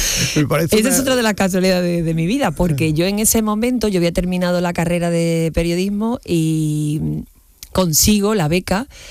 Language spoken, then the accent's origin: Spanish; Seville, Andalusia, Spain; accent: Sevillian